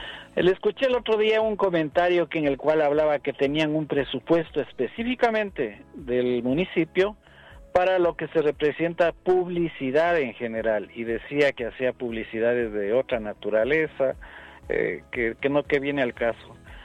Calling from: Quito, Pichincha, Ecuador; Le estoy hablando de la ciudad de Quito, en el sector norte, en el sector de la Kennedy, en el norte de Quito.

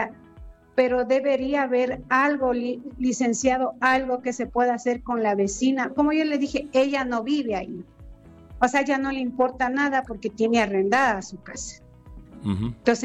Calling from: Quito, Pichincha, Ecuador; Le estoy llamando del barrio San Isidro de Puengasí.

